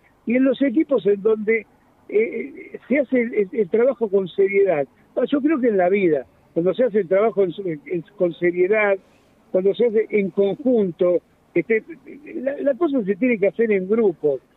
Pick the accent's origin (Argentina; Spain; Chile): Argentina; somos originales los argentinos.